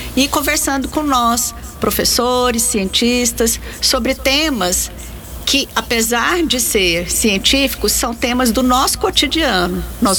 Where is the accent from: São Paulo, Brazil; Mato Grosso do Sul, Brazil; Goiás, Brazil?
Goiás, Brazil; Goiânia; born there; moved away as an adult; now in Anápolis, Brazil; eu também sou anapolina, acho que somos os três aqui. Sim. Nascemos em Anápolis. Mas eu me mudei para Goiânia quando era criança e retornei para Anápolis quando eu passei no concurso na UEG.